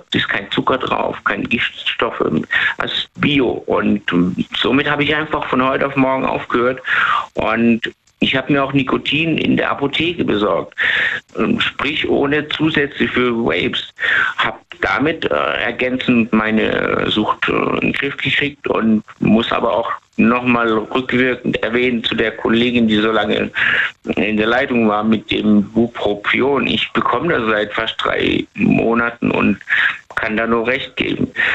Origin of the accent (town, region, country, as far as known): Lebanon